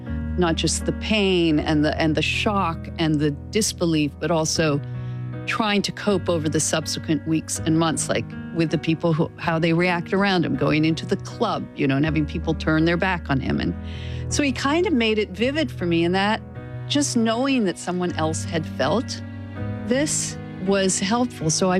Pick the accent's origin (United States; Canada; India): Canada; I was very attracted to Judaism as a religion. I grew up Episcopal in Canada. I wasn't not religious, but I just took it as it was given to me.